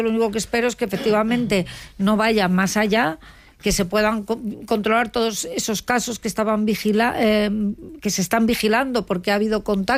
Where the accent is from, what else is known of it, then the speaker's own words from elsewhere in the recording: Madrid, Community of Madrid, Spain; born there; Ahí nací yo, en el Gómez Ulla, claro.